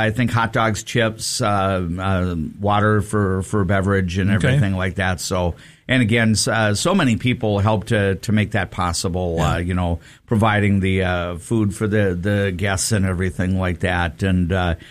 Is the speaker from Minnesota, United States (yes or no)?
yes; New Hope, Minnesota, United States; now in Alexandria, United States; I know in my hometown they call it Night to Unite in New Hope, Minnesota.